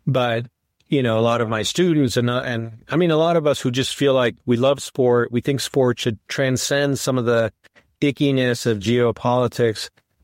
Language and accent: English; Mexico; I mean, I'm very American in many ways and very Mexican in many ways, and there are many, perhaps, ways in which I'm more American than Mexican